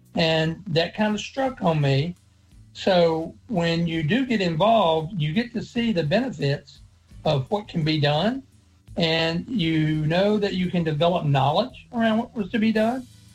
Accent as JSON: {"language": "English", "area": "Floyd County", "region": "Virginia", "country": "United States", "tie": "born or raised there", "said": "when I grew up in Floyd County"}